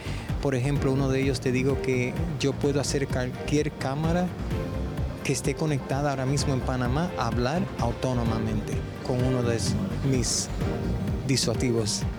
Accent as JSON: {"language": "Spanish", "country": "Puerto Rico", "said": "Yo como puertorriqueño y como una persona militar del ejército militar de Estados Unidos"}